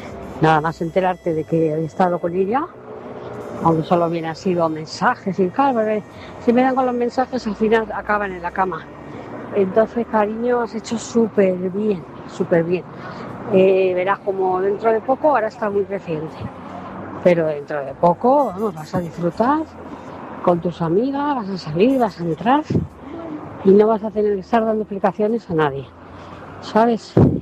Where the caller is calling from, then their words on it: Móstoles, Community of Madrid, Spain; soy cita de Móstoles.